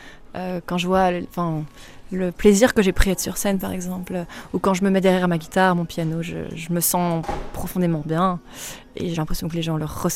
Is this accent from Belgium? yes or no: yes; Brussels, Brussels-Capital Region, Belgium; also born or lived in Dinant; Je suis bruxelloise